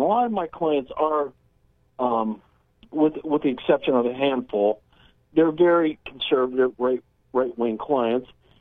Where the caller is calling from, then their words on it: United States; as an American, I'm spoiled.